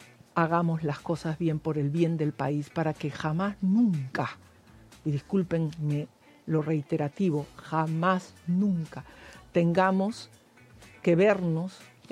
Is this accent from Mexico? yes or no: no; Peru; moved away; Soy una peruana que sí, como muchísimos de nosotros, ansiamos tener nuestros años más felices en nuestra tierra